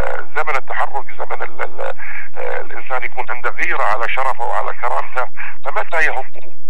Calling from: Yemen; وإحنا أبناء الجنوب مسلمين تسليم مطلق خاصة محافظة المهرة

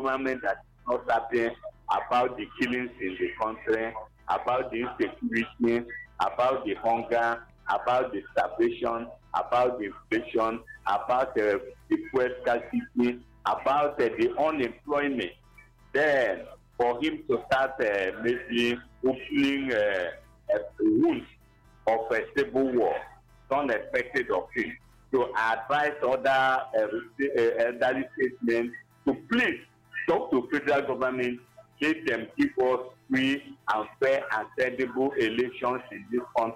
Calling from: Nigeria; I'm calling from Abanikenu.

